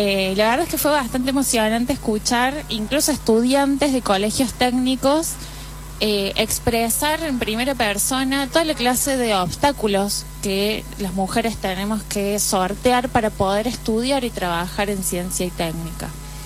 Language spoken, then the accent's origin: Spanish; Córdoba, Argentina; yo soy acá de Córdoba